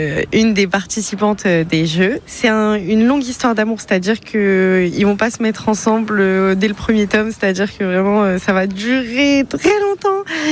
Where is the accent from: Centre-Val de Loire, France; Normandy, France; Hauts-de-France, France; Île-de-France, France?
Centre-Val de Loire, France; Tours; je suis de Tours